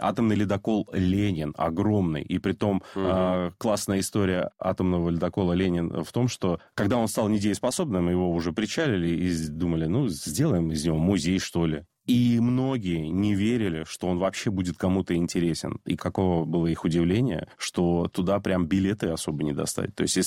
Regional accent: Novy Urengoy, Yamalo-Nenets Autonomous Okrug, Russia; Слушай, я вырос в Ямало-Ненецком автономном округе, в городе Новый Уренгой

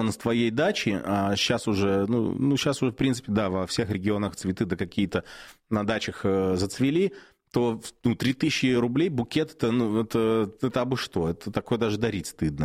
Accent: Udmurtia, Russia; moved away; Но я в школе учился в Удмуртии. У нас в классе было татары, было много татар, русские были. Ну, я белорус был.

